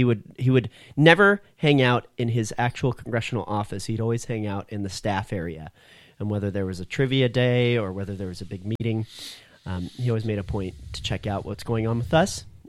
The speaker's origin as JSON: {"language": "English", "town": "Redding", "region": "California", "country": "United States", "tie": "born there", "said": "here in beautiful Reading, California."}